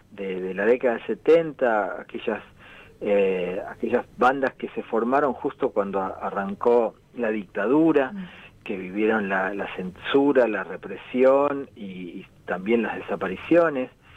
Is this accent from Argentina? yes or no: yes; La Plata, Buenos Aires Province, Argentina; Yo soy de La Plata